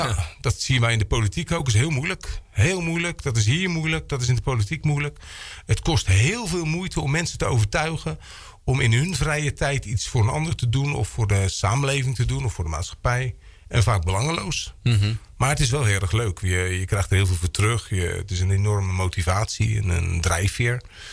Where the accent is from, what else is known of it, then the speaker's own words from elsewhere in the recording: Slikkerveer, South Holland, Netherlands; also born or lived in Drievliet; Want wij zijn in 1979 van de Bennetsweerstraat in Slikkerveer verhuisd naar Drievliet. Zoals ik al zei, we hebben daar 3-4 jaar gewoond.